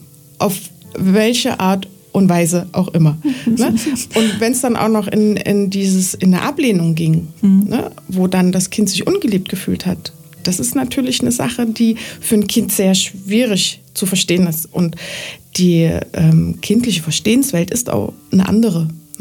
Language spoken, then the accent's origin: German; Germany; born there; Ich bin noch in der DDR geboren, ja.